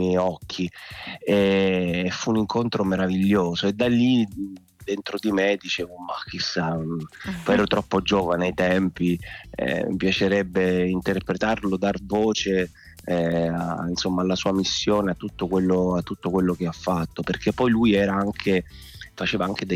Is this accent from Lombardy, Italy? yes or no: no; Palermo, Sicily, Italy; lo conoscevo da palermitano